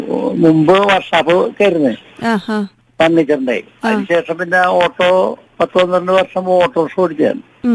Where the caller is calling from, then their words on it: North Paravur, Kerala, India; എന്റെ വടക്കൻ പറവൂര്.